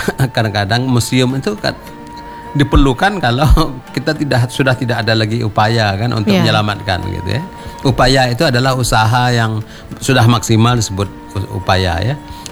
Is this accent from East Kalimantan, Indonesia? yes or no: no; Riau, Indonesia; saya orang Riau